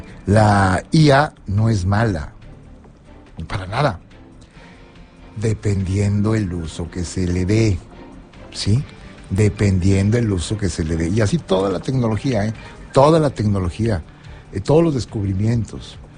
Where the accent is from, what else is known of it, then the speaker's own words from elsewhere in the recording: Mexico; el señor Trump no me respeta a mí como mexicano, no tiene ningún respeto sobre mi persona, sobre mi nacionalidad, sobre mi patria